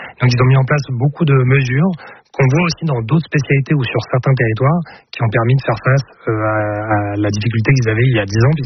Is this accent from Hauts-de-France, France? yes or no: yes; Hauts-de-France, France; alors moi je viens de Picardie, de l'Aisne par exemple